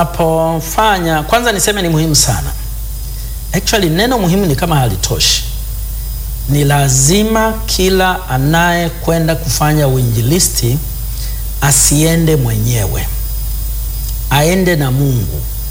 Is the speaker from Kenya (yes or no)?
no; Tanzania; now in Botswana; Najua nilikuwa nimetoka Tanzania, kwa hiyo ni mgeni kutoka mbali, na briefcase yangu nimevaa suti.